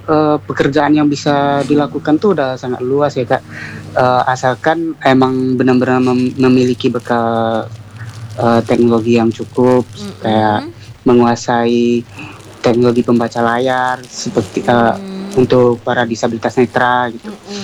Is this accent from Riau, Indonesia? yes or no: yes; Riau, Indonesia; also born or lived in Medan; Saya orang Riau